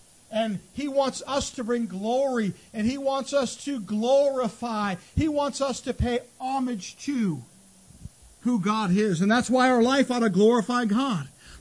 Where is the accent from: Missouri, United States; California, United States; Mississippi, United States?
California, United States; Temecula; back yonder when I grew up in Temecula, California, it was a small town.